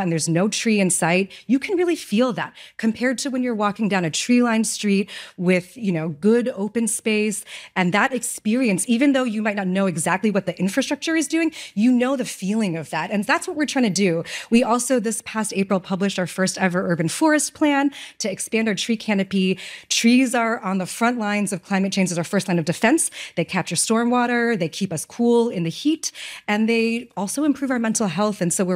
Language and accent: English; New York City, New York, United States; No, I was just kind of curious as a New Yorker.